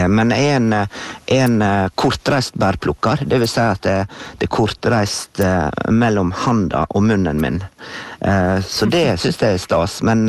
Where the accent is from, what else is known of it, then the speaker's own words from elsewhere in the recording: Brandal, Møre og Romsdal, Norway; moved away; jeg vokste opp I Brandal, der jeg telte en gang at det 13 sekunder å gå til sjøen. Det var over veien ned I fjøra, så var jeg ved sjøen.